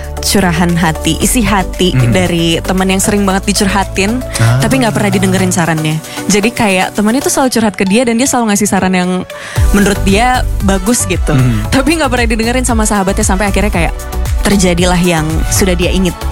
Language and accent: Indonesian; Medan, North Sumatra, Indonesia; aku besar di Medan